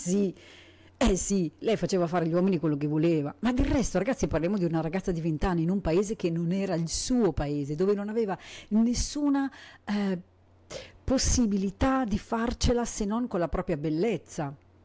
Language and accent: Italian; Argentina; sono argentina, sono una migrante, sono solo triste